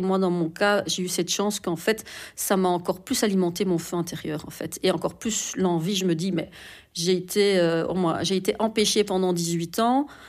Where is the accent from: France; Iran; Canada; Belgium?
Belgium; Hainaut; born there; now in Brussels, Belgium; J'ai 49 ans, je suis d'origine turque, je suis née en Belgique, dans le Hainaut, et j'habite à Bruxelles depuis 30 ans